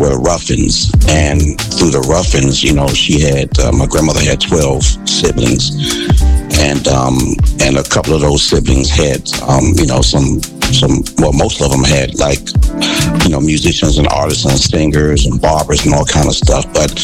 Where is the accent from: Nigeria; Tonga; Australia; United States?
United States; Washington, District of Columbia; born there; I was born in Washington, D.C., but I live in the D.C. suburbs of Maryland.